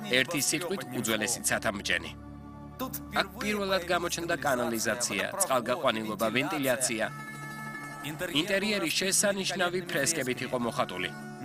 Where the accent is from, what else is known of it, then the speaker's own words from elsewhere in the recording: Kyiv, Ukraine; მეც უკრაინიდან ვარ, კიევიდან.